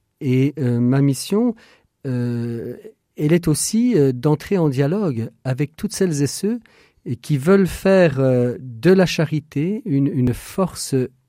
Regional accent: France; la violence est de plus en plus banalisée dans notre monde et aussi chez nous en France.

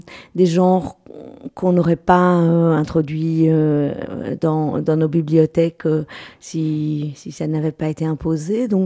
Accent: Charleroi, Wallonia, Belgium; Roux, en fait, j'ai été élevée à la ferme.

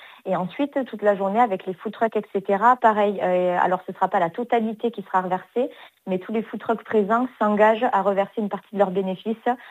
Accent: Sète, Occitanie, France; also born or lived in Béziers / Florensac; now in Toulouse, France; Alors moi je suis née à Béziers, j'ai grandi ensuite à Florensac et ensuite à Sète. Aujourd'hui, je vis à Toulouse avec mes 2 enfants et mon mari

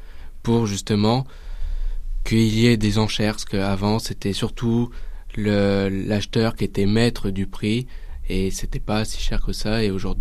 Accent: Le Blanc, Centre-Val de Loire, France; born there; Je suis né le 31 décembre 2006 dans la ville du Blanc.

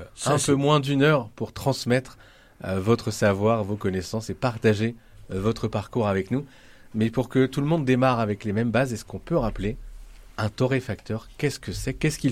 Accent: Paris, Île-de-France, France; Non, bah je suis même de Paris. Voilà, loin, loin de là.

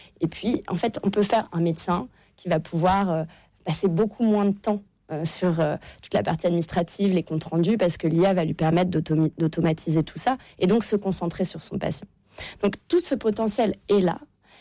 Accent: France; ici chez nous en France

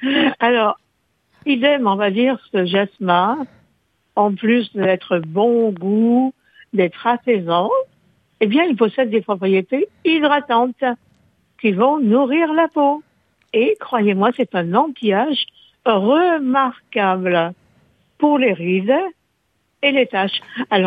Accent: France; chez nous en France

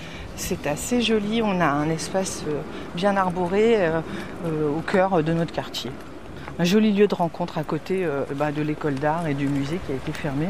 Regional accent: Quimper, Brittany, France; born there; also born or lived in Cap Sizun; now in Brest, France

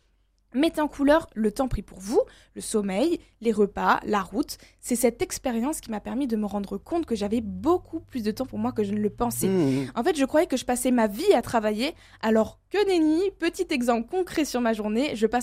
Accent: France; Mais nous sommes français. Nous faisons partie de ces personnes sur cette planète à chérir la nourriture.

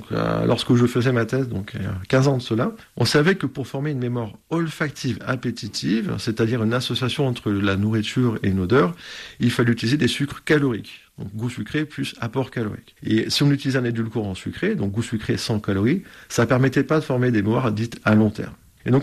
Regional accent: Toulouse, Occitanie, France; Alors, donc à l'origine, je suis de Toulouse, donc j'ai fait mes études à l'université de Toulouse Paul Sabatier.

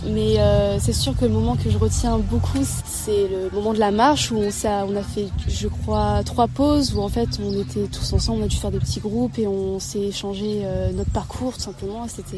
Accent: Reims, Grand Est, France; je viens de Reims aussi.

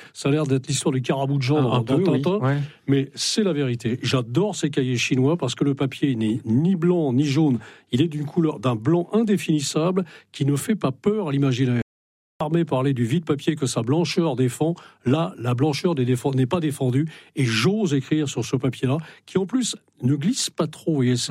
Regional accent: Brittany, France; now in Paris, France; Non, pas du tout, je ne suis pas breton de cœur, je suis breton. Ça fait partie de la migration bretonne que de l'être ici et là

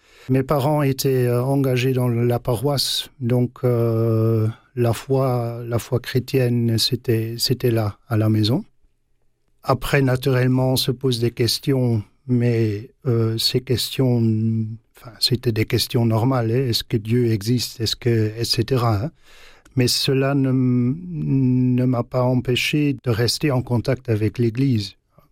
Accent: Lokeren, Flanders, Belgium; Ben, je suis grandi en Flandre orientale, pas loin de Gand, c'est-à-dire 20-25 kilomètres de Gand, à une ville qui s'appelle Lokeren.

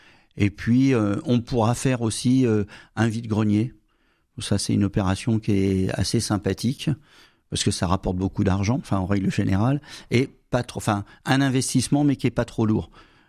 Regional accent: Paris, Île-de-France, France; now in Albi, France; Moi, je suis parisien

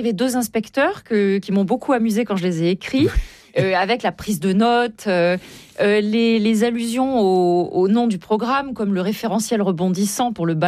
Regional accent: Auvergne-Rhône-Alpes, France; Donc, je suis auvergnate et mes parents, lorsque nous étions enfants, dans les années 70, souhaitaient nous montrer autre chose que la campagne, en fait, la montagne.

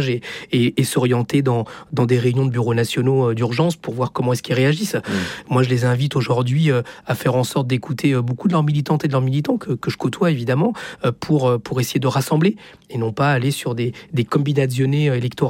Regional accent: Chile; now in France

